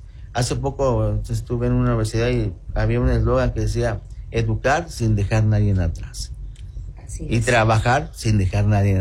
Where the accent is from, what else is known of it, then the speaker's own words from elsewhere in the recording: Banderilla, Veracruz, Mexico; yo represento un pueblo al que amo y quiero, sí, donde yo nací, crecí, y estoy